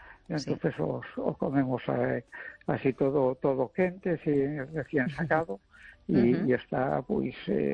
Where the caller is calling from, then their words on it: A Coruña, Galicia, Spain; Soy … de Esta Coruña.